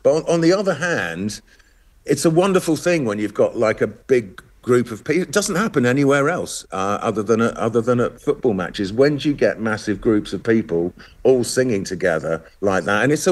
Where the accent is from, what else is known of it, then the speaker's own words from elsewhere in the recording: Scotland, United Kingdom; even as a Scotsman